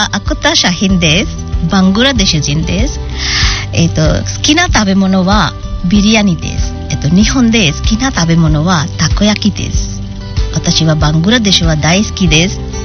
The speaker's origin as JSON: {"language": "Bangla", "country": "Bangladesh", "moved": "as an adult", "lives_now": "Japan", "said": "বাংলাদেশেও শিক্ষকতা পেশায় ছিলাম 5.5 বছর টিচিং এ থেকে তারপর জাপানে গিয়ে, তো আমার বেশি ভালো লাগে এটা যে আমি একজন বাংলাদেশি এবং জাপানিজ স্কুলে ইংলিশ পড়াই।"}